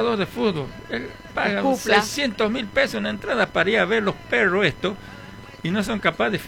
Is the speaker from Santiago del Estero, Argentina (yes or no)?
yes; Frías, Santiago del Estero, Argentina; Yo soy nacido y criado en Frías.